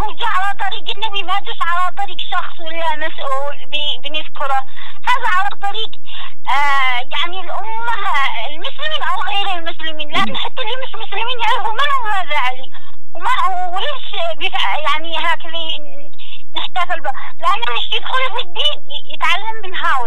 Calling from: Yemen; احنا كيمنيين

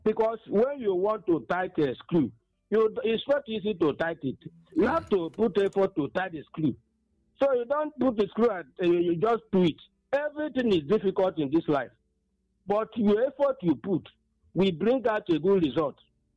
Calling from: Enugu, Enugu State, Nigeria; I'm calling from Enugu.

